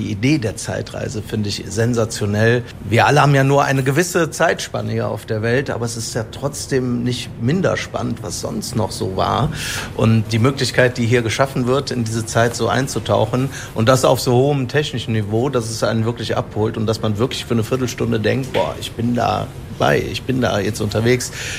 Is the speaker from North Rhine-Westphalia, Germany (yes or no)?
yes; Cologne, North Rhine-Westphalia, Germany; wenn man in dieser Stadt hier groß geworden ist, die ganzen Orte kennt